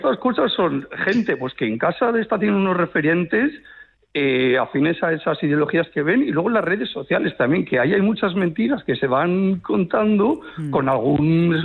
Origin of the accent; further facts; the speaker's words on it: Pamplona, Navarre, Spain; now in San Sebastián, Spain; Soy de Pamplona, pero ahora vivo en Donosti.